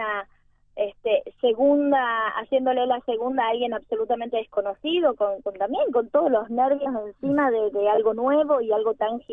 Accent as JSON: {"language": "Spanish", "town": "Rosario", "region": "Santa Fe", "country": "Argentina", "tie": "born or raised there", "said": "mi ciudad natal es Rosario."}